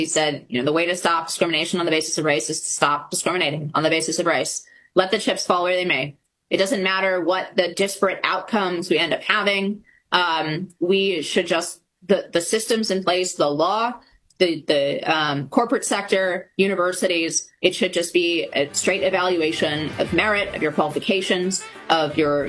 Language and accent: English; California, United States; I grew up in California, so I'm